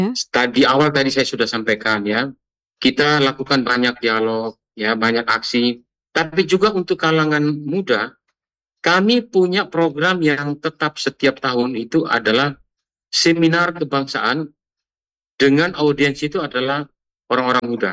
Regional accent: East Nusa Tenggara, Indonesia; rasa bangga kita sebagai orang NTT

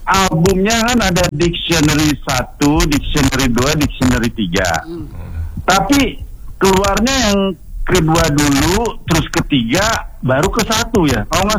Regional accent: Banten, Indonesia; saya orang Banten, saya bukan orang Jakarta. Orang Jakarta pinggiran.

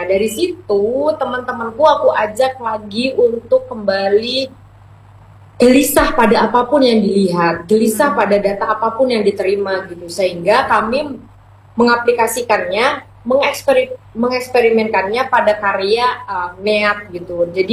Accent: East Java, Indonesia; dan tidak hanya menjadi dari sudut pandang aku sebagai orang Madura gitu. Orang-orang yang di luar Madura bahkan lebih tertarik mungkin dengan budaya kita gitu.

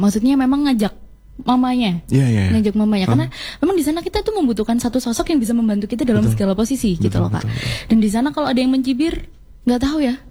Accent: Indonesia; karena di sini aku kan merepresentasikan negara Indonesia.

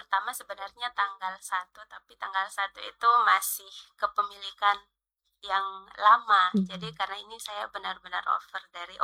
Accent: Eastern Indonesia, Indonesia; Kalau Molo orang Timur bilang kuning ya, karena saya memang orang Timur

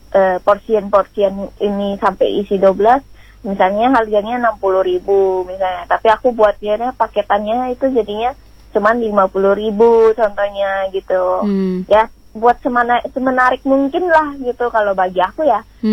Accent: Medan, North Sumatra, Indonesia; now in Kupang, Indonesia

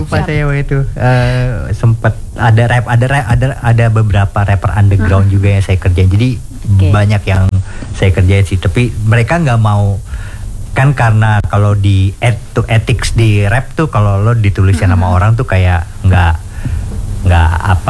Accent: Jakarta, Indonesia; Asli dari Jakarta, Indonesia.

